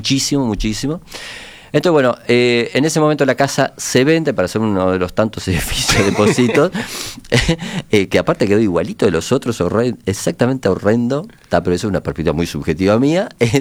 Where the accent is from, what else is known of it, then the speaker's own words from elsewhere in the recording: Montevideo, Uruguay; born there; yo nací en Villa Biarritz